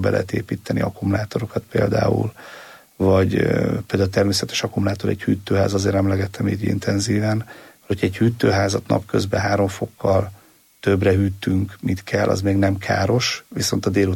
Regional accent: Hungary

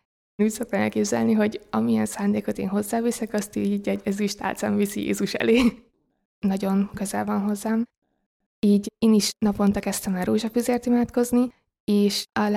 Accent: Kaposvár, Somogy, Hungary; born there; now in Budapest, Hungary; Kaposváron erre annyira nem volt lehetőség, mivel ott születtem, és amikor felköltöztem Budapestre egyetemre

